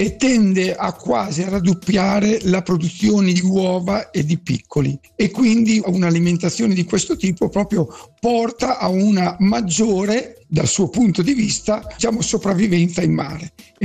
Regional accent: Emilia-Romagna, Italy; io da romagnolo

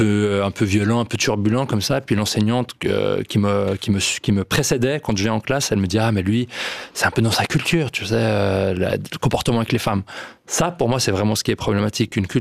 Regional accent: Lausanne, Vaud, Switzerland; je dis toujours je suis lausannois d'origine

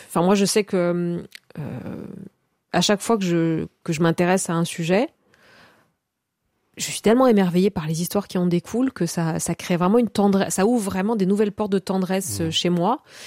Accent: Corsica, France; moi, je suis donc originaire de Corse et de Moyenne-Montagne, de Castagniccia.

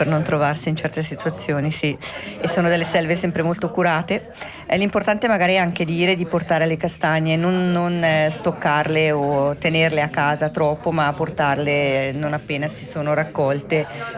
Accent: Ticino, Switzerland; Anch'io sono di Sannio, quindi sono qua della zona

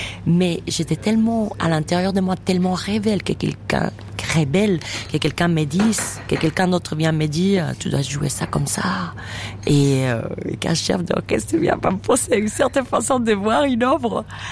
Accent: Cuba; moved away; ma tradition à moi cubaine

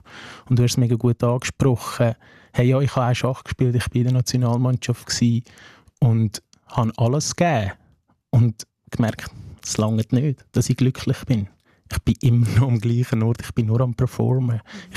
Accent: Afghanistan; now in Switzerland; Wie du gesagt hast, ich bin aus Afghanistan in die Schweiz geflüchtet.

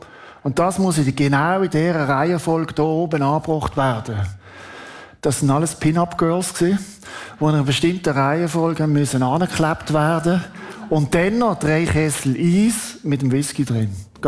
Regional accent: Basel, Basel-Stadt, Switzerland; Und dann, ihr gehört, ich bin in Basel aufgewachsen.

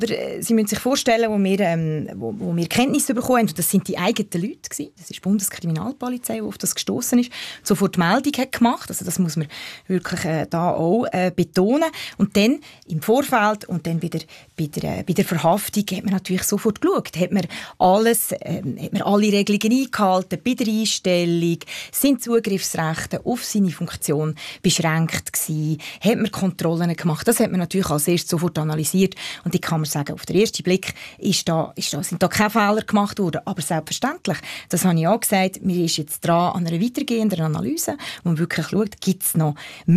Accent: Switzerland; Wir als Schweizer

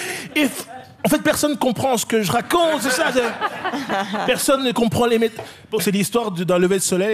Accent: France; réalisateur français.

